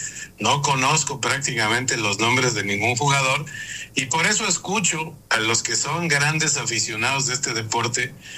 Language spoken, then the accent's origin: Spanish; Mexico